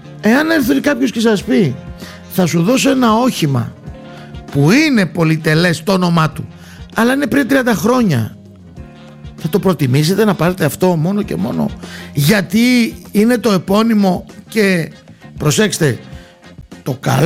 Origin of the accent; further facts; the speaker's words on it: Greece; είμαστε Έλληνες.